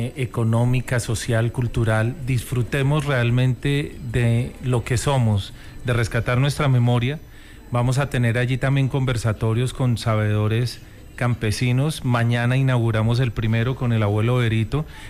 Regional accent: Boyacá, Colombia; nuestra identidad boyacense, nuestra identidad campesina.

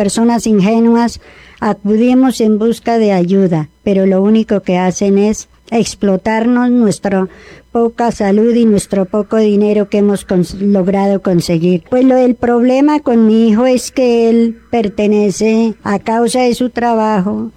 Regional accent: Zetaquira, Boyacá, Colombia; now in Tunja, Colombia; Yo soy de Zetaquira, Boyacá.

